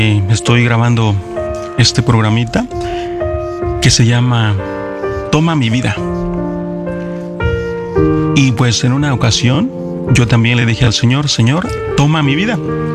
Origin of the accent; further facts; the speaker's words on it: Michoacán, Mexico; me ordenaron sacerdote en el año 2007, en mi tierra natal, en Michoacán.